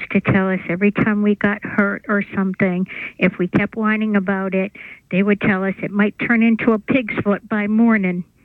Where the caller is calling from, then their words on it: United States; I'm calling from work in Dover, but I live in Gonick.